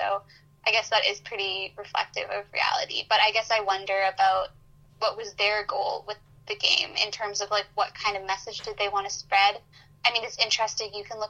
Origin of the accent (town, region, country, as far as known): Vancouver, British Columbia, Canada